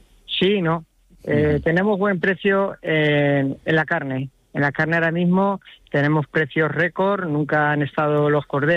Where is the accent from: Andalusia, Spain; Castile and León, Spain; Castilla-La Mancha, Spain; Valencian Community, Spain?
Castilla-La Mancha, Spain; Carrión de Calatrava; Soy de Ciudad Real, de un pueblo, Carrión de Calatrava, que sirve de referencia en este pueblo donde yo vivo.